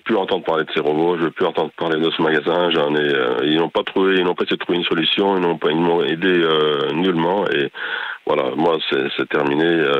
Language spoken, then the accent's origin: French; Virton, Wallonia, Belgium; Et moi, je suis de Virton, donc j'ai été jusqu'à Boston pour aller les chercher.